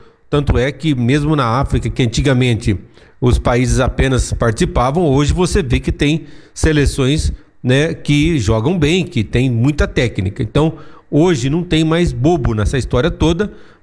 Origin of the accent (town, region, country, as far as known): Brazil